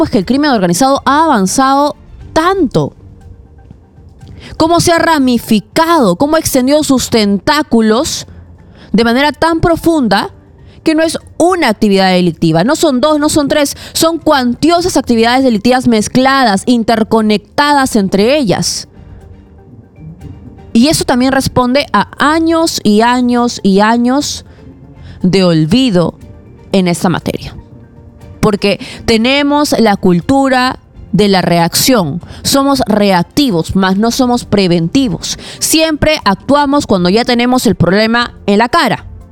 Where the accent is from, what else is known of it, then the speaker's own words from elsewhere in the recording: Peru; los peruanos tenemos que velar por los intereses de los peruanos